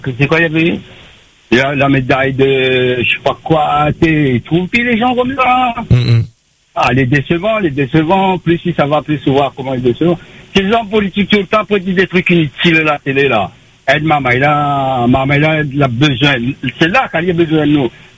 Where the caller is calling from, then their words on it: France; Notre valeur en tant que Français, en tant qu'humain.